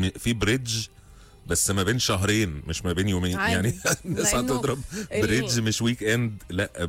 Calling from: Damietta, Damietta Governorate, Egypt

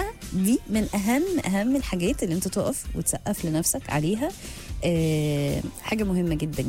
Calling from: Alexandria, Alexandria Governorate, Egypt; من اسكندريه

